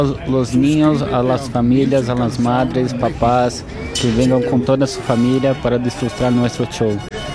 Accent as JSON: {"language": "Spanish", "country": "Brazil", "second_language": "Spanish", "moved": "yes", "said": "soy brasileño, tengo 26 años"}